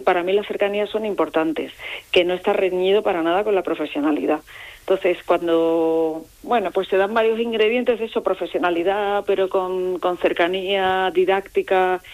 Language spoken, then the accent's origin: Spanish; Cádiz, Andalusia, Spain; now in Madrid, Spain; yo soy de Cádiz, de un sitio que está al